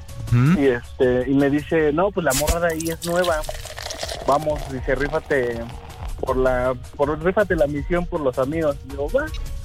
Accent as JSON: {"language": "Spanish", "region": "Hidalgo", "country": "Mexico", "tie": "born or raised there", "moved": "yes", "lives_now": "Mexico City, Mexico", "said": "Yo soy originario de Hidalgo."}